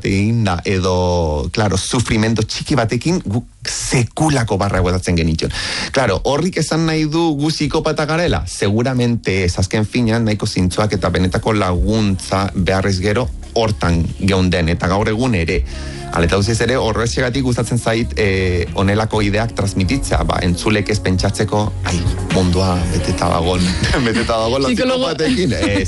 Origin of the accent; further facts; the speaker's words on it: Chile; moved away; Ni txiletarra naiz